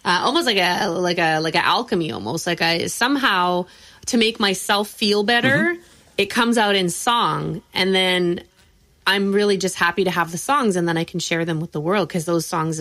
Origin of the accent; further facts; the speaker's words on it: Calgary, Alberta, Canada; moved away as an adult; now in Toronto, Canada; I grew up in Calgary, you know, up until my 20s